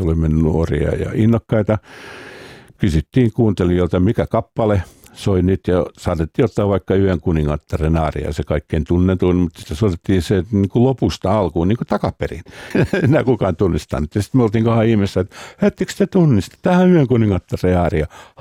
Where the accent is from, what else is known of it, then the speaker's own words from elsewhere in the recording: Salo, Southwest Finland, Finland; jota mä kuuntelin jo pikkupoikana Salossa.